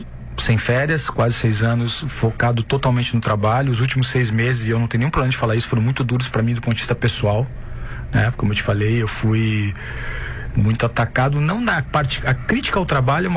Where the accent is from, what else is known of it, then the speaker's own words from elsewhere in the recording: Rio Grande do Sul, Brazil; moved away as an adult; also born or lived in São Paulo; now in Porto Alegre, Brazil; porque eu sou gaúcho com muito orgulho, né? Embora tenha vivido numa cidade cosmopolita durante 6 anos